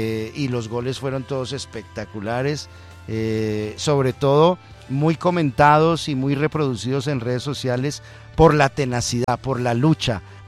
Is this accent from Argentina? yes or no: no; Colombia; lo más destacado hasta este momento para nosotros como colombianos es que Colombia comenzó con pie derecho.